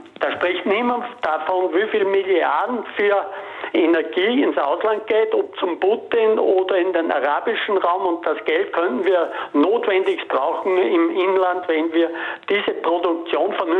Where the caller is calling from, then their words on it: Bad Leonfelden, Upper Austria, Austria; ich bin aus Bad Leonfelden